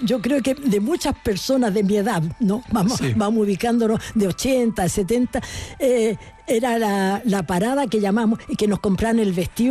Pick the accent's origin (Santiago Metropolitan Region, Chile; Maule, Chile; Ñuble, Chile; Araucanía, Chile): Santiago Metropolitan Region, Chile; Melipilla; yo, chica, me crié por muchos años en Melipilla.